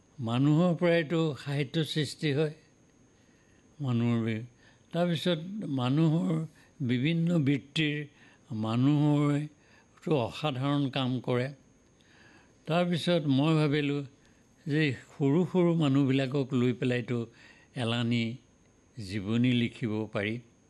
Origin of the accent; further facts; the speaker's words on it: Jamuguri, Assam, India; also born or lived in Kaliabor; মোৰ সাহিত্যৰ প্ৰতিটো আগ্ৰহ সৰুৰে পৰাই হৈছিল।